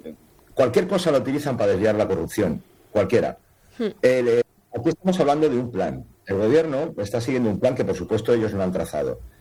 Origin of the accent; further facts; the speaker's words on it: Asturias, Spain; yo vengo de Asturias.